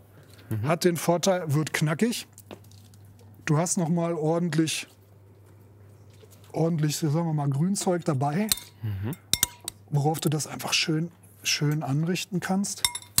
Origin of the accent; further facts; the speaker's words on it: Lower Saxony, Germany; Ich komme ja aus der Lüneburger Heide. Das ist auch so ein Spargelanbaugebiet. Ja. Und da sind auch viele Bienenstöcke, viel Honig, sehr regional.